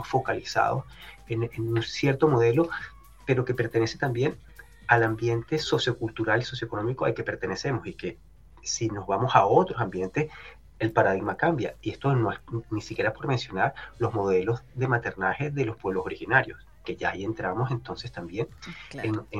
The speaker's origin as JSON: {"language": "Spanish", "country": "Venezuela", "tie": "born or raised there", "said": "o pensamos en Venezuela, ¿no? De donde yo soy, y mi experiencia creciendo en Venezuela y viajando por el país desde pequeño"}